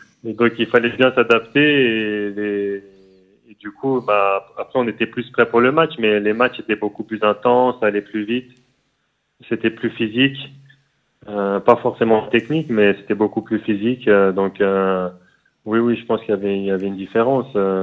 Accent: Paris, Île-de-France, France; Mais c'est vrai que, en tant que Parisien, tu as envie.

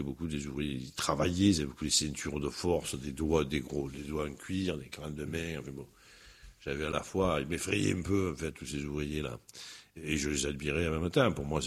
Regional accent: Marseille, Provence-Alpes-Côte d'Azur, France; Et je n'étais même pas marseillais, j'étais de l'Estaque, enfin, j'étais de ce quartier-là.

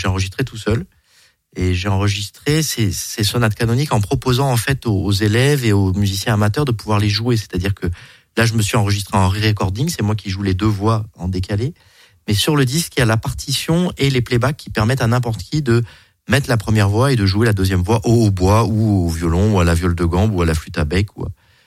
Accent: Bourg-de-Péage, Auvergne-Rhône-Alpes, France; born there; moved away as an adult; now in Besançon, France; je pense que je n'ai pas tellement d'accent, mais je suis né dans la Drôme, à Bordeaux-Péage, petite ville du Dauphiné dans le nord de la Drôme.

